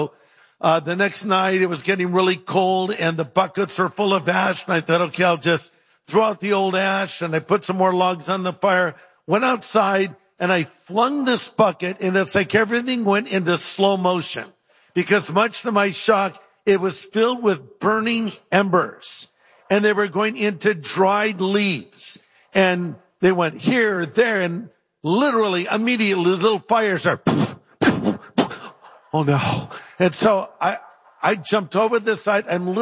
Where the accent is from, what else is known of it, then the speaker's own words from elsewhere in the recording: California, United States; I'm from California.